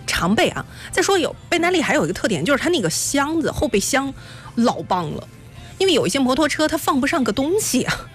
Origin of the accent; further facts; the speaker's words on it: Shandong, China; 咱们山东人啊，比较的热情，一定乐意分享的。